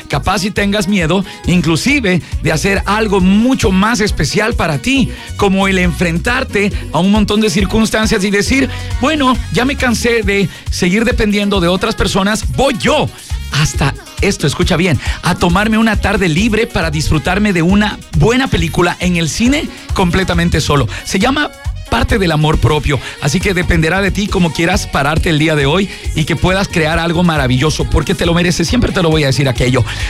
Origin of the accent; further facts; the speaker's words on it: Baños de Agua Santa, Tungurahua, Ecuador; Muchos saben que soy de Baños de Agua Santa